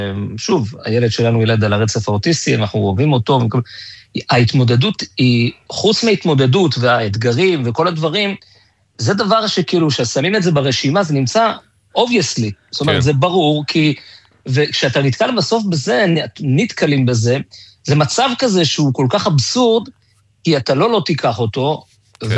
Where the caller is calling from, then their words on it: Bnei Brak, Tel Aviv District, Israel; אנחנו תושבי בני ברק